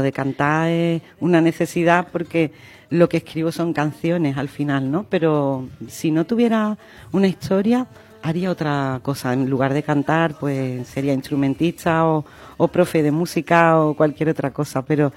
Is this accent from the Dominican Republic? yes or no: no; Utrera, Andalusia, Spain; yo vengo de Utrera